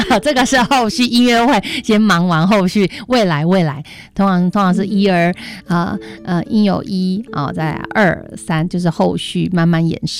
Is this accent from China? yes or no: no; Taiwan; 我们是来自台湾的音乐家